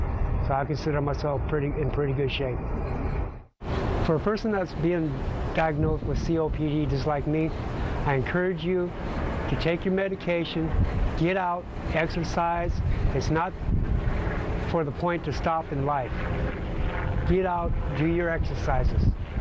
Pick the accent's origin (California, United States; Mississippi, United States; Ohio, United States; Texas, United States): California, United States; Redondo Beach; I'm from Redondo Beach, California.